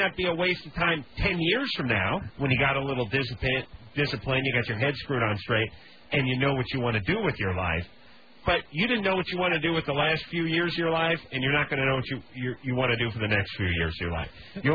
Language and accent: English; North Hollywood, California, United States; I'm from North Hollywood.